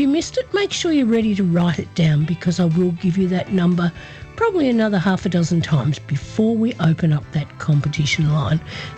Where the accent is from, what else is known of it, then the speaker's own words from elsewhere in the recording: Horsham, Victoria, Australia; broadcasting from my hometown of Horsham. It's right in the heart of the Wimmera region of Western Victoria.